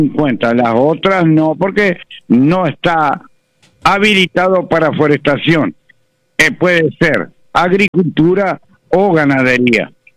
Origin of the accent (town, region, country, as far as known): Uruguay